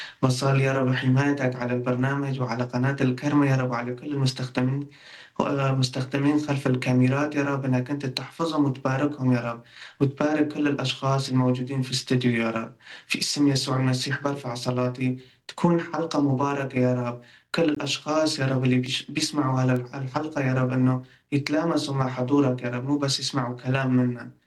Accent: Afrin, Aleppo Governorate, Syria; أنا بداية … يعني وطن، أنا كردي من مدينة عفرين.

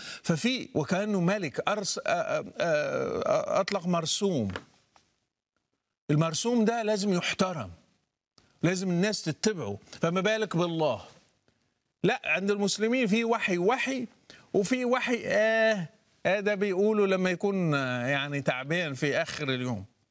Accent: Morocco; بس إحنا كمغاربة هتلاقي في المغرب اللي بيسمى المغرب العربي ما بنعترفش بالإعجام

